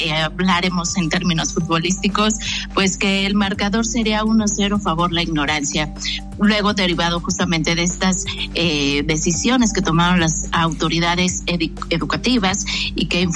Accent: Mexico

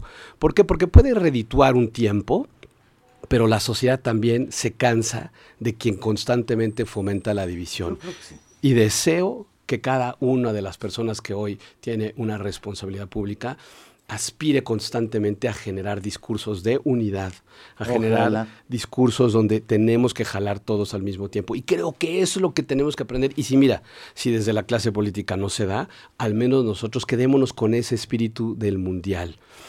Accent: Mexico; todos somos de Puebla, todos somos mexicanos

